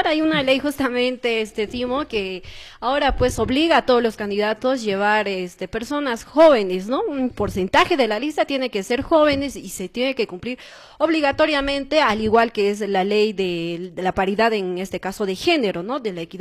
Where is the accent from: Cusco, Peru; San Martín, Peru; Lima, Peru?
Cusco, Peru; Santo Tomás; moved away as an adult; soy del distrito de Santo Tomás, licenciada en Ciencias de la Comunicación, hija de acá de Santo Tomás